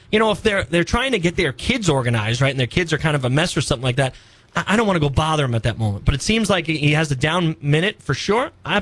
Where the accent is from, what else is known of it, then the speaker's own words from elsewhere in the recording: New York, United States; I'm a New Yorker.